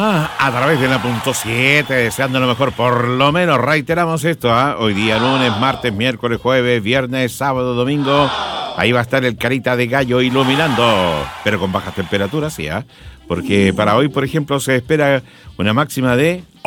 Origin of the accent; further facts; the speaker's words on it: Chile; Somos los chilenos y las chilenas. Buenos peatones, ¿qué dice el público?